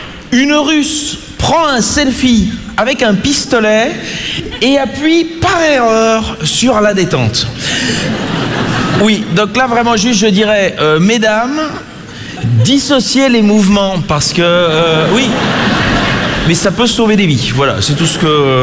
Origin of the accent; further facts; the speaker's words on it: Belgium; je viens de Belgique.